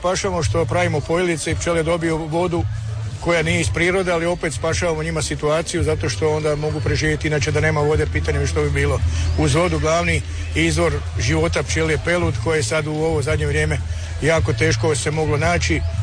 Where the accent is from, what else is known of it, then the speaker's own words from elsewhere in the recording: Osijek, Osijek-Baranja County, Croatia; ovdje kod nas u Slavoniji